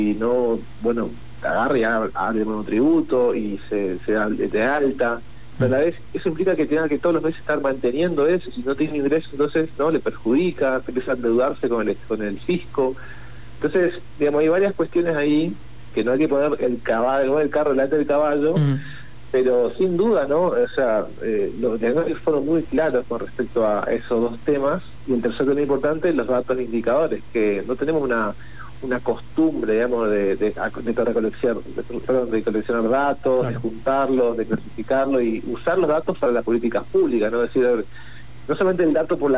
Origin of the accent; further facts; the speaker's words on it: Argentina; de lo que nos compone como argentinos, como provincianos.